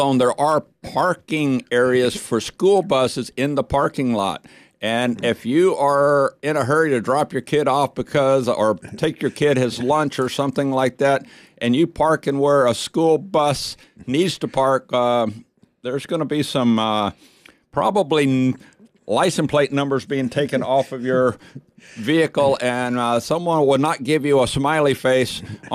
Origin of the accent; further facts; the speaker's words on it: Houston, Texas, United States; now in Haines, United States; I came from the Houston area and I moved to Haines, so there's a slight population difference between Houston and Haines.